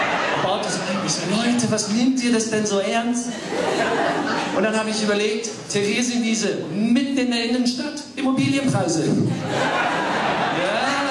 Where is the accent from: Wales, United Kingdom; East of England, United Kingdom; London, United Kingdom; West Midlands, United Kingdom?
Wales, United Kingdom